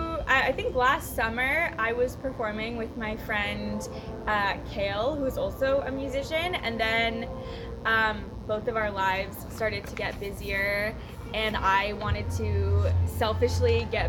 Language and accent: English; Vancouver, British Columbia, Canada; we're all from Vancouver/Greater Vancouver.